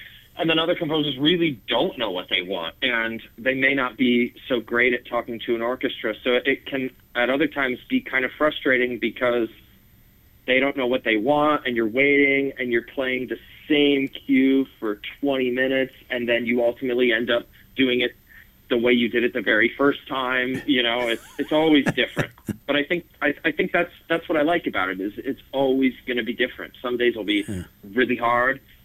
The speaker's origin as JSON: {"language": "English", "town": "Saginaw", "region": "Michigan", "country": "United States", "said": "You know, I'm from Saginaw, and I'm really happy to be still involved with the music community of Saginaw"}